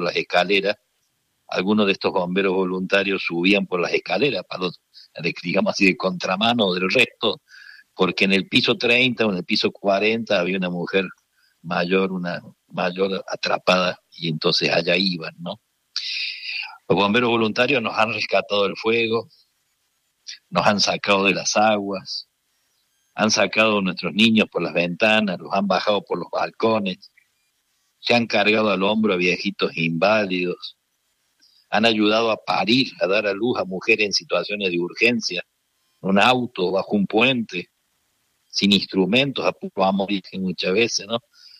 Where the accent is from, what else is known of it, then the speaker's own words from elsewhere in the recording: Córdoba, Argentina; Sí, estoy acá a mi tierra.